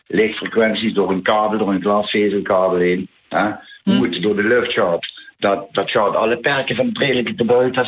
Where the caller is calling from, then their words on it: Limburg, Netherlands; accent: Limburgish; Sorry van Nederland, Zuid-Limburg.